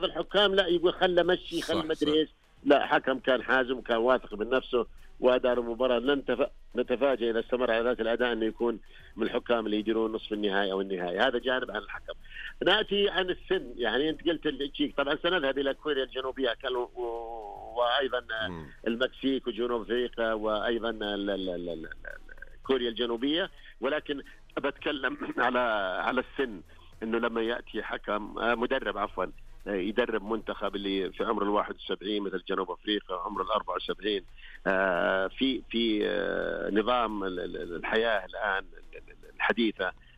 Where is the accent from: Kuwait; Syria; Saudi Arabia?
Saudi Arabia; بالنسبة لنا كسعوديين